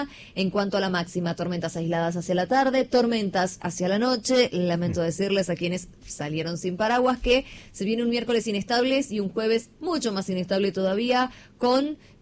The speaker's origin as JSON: {"language": "Spanish", "country": "Argentina", "said": "eso que nos identifica como argentinos"}